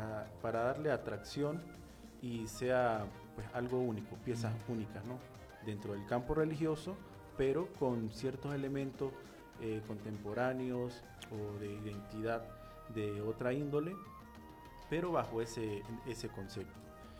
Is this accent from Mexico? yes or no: no; Venezuela; como venezolano, pues está arraigado la fe y la religiosidad